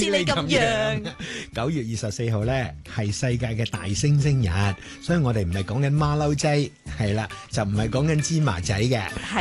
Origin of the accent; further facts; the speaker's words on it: Hong Kong; 我哋香港人